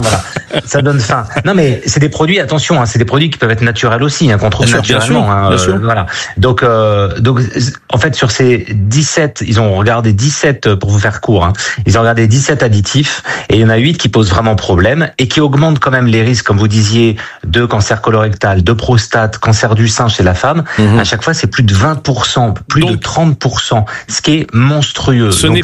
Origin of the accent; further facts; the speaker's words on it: Brittany, France; born there; moi, je suis né en Bretagne et mon grand-père était charcutier.